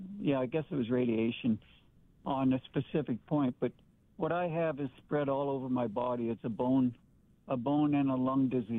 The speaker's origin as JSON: {"language": "English", "town": "Kingman", "region": "Arizona", "country": "United States", "tie": "born there", "said": "I was born in Kingman, and so I loved the heat compared to the ice and snow of back east."}